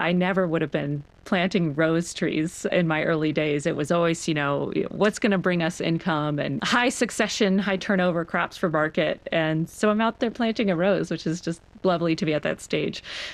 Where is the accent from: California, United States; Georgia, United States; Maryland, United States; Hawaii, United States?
Maryland, United States; Baltimore; You know, I'm from Baltimore, and it's like, oh gosh, who's that famous poet that's